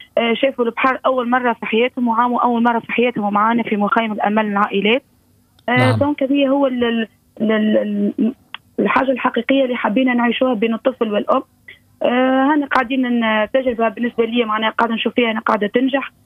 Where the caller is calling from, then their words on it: Sousse, Sousse Governorate, Tunisia; أنا توا من سوسة.